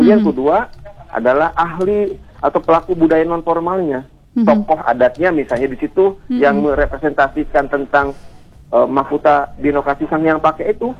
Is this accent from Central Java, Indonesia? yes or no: no; Tasikmalaya, West Java, Indonesia; Seringkali saya bawa ke daerah saya acara kan ada hajat lembur di Cepat Tuja di Tasik nih.